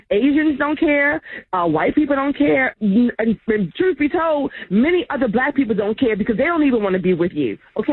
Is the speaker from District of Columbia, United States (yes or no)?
no; Baltimore, Maryland, United States; now in Towson, United States; As a black woman, born and raised in Baltimore, in Maryland